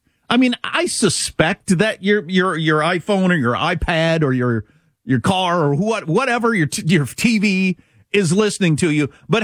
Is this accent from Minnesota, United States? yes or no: no; Kansas, United States; I'm from Kansas